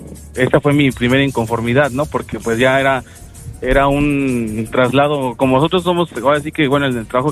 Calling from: Mexico City, Mexico; Acá de Ciudad de México.

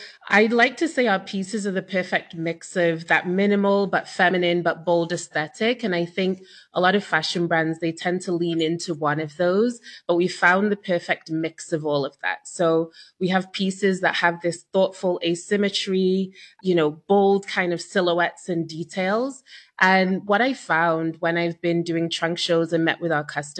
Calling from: Toronto, Ontario, Canada; I'm calling from Toronto, Canada.

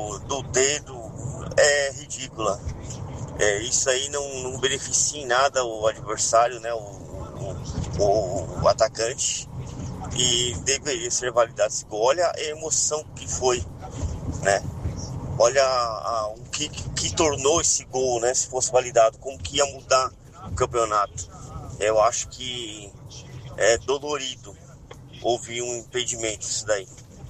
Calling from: Itanhaém, São Paulo, Brazil; aqui de Itinhaém

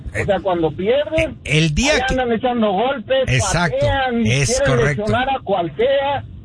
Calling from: Mexico; soy mexicano

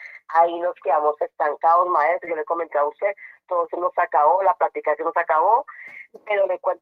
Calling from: Pasca, Cundinamarca, Colombia; Yo llamo acá desde la Pasca, Cundinamarca, profesor.

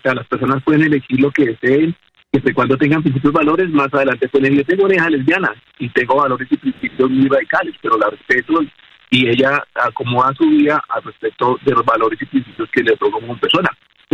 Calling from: Chía, Cundinamarca, Colombia; desde Chiam.

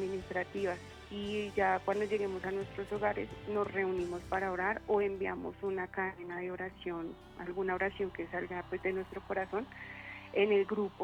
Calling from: Soacha, Cundinamarca, Colombia; En Soacha, Ciudad Verde.

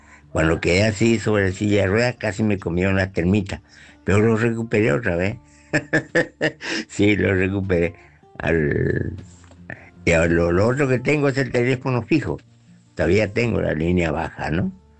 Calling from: Clorinda, Formosa, Argentina; de Clorinda Formosa.

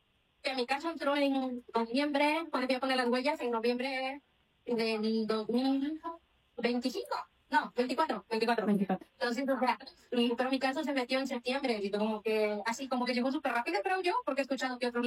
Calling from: New York, United States; yo vivo en Nueva York

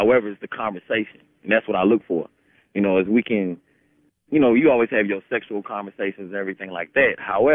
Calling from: Montgomery, Alabama, United States; I'm calling from Montgomery, Alabama right now.

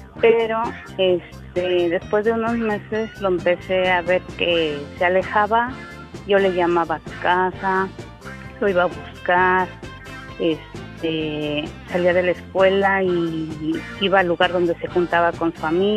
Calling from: Mexico City, Mexico; Tengo 43, soy de Iztacalco.

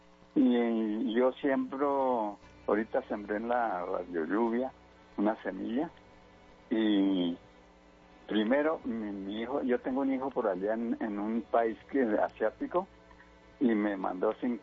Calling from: Bogotá, Colombia; Aquí en el barrio Álamos, en Bogotá

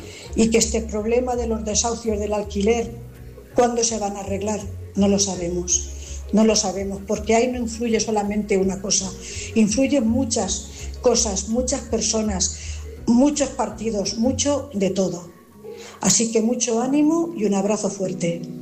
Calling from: Cuenca, Castilla-La Mancha, Spain; corresponsal de Cuenca.

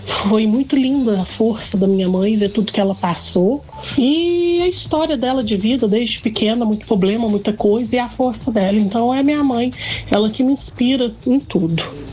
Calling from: Minas Gerais, Brazil; Não sou de BH, né? Mas sou aqui de Minas e escuto vocês todos os dias.

